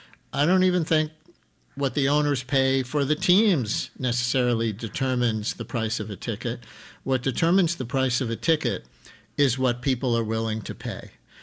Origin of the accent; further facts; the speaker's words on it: Queens, New York, United States; Hey, I grew up in Queens. I love the Mets.